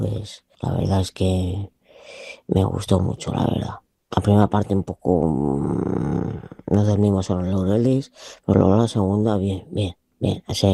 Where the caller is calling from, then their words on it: Calatayud, Aragon, Spain; de Calatayud.